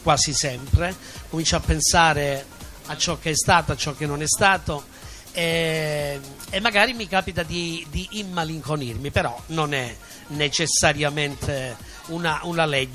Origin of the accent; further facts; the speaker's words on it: Catanzaro, Calabria, Italy; arrivo da Catanzaro